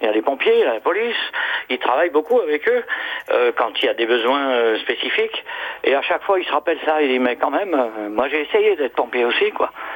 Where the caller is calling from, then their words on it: Mâcon, Bourgogne-Franche-Comté, France; Je suis de Mâcon